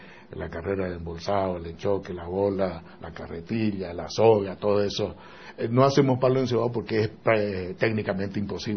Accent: Santa Cruz, Bolivia; los dueños de la plaza, que somos los cruceños, los cambas.

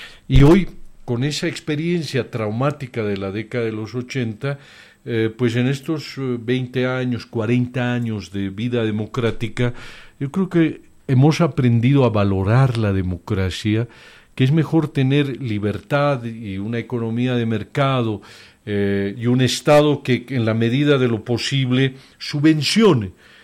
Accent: Bolivia; los bolivianos somos empeñosos, trabajadores

